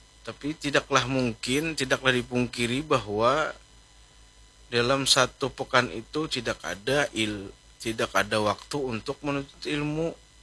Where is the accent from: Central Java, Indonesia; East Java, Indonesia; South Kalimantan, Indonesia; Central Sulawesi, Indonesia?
South Kalimantan, Indonesia; Banjarmasin; kita sebagai warga Banjarmasin, sebagai umat Islam